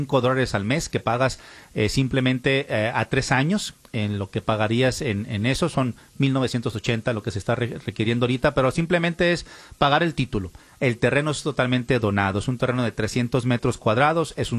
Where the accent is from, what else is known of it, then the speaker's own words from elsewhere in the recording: Mexico; now in California, United States; O sea, tantas cosas que tenemos como cultura mexicana, cultura hispana, donde pues hacemos la fiesta ahí en la orilla de la playa, comemos muy rico, la familia, las tostadas.